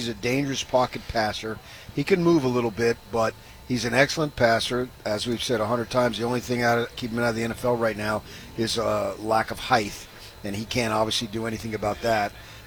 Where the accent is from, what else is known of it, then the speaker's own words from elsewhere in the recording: Arizona, United States; It's my home state.